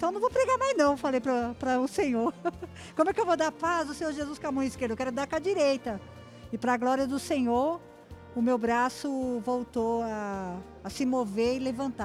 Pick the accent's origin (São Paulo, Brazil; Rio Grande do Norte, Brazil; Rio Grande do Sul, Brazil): São Paulo, Brazil; Guarulhos